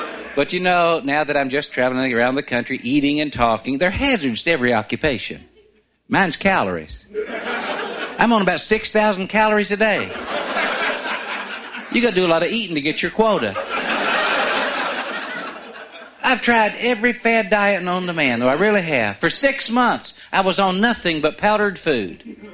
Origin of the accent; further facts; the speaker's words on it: East Bernstadt, Kentucky, United States; I say I'm from London, Kentucky, originally. I'm trying to put on the dog. But I'm not from London. I'm from East Bernstadt. Right. But I was not raised downtown East Bernstadt. I was raised so far out in the country, we went toward town to hunt. Way out there.